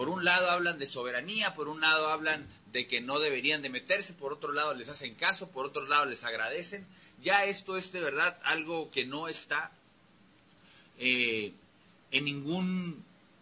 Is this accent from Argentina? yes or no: no; Mexico; como mexicano quisiera que las autoridades mexicanas llevaran a cabo este tipo de procesos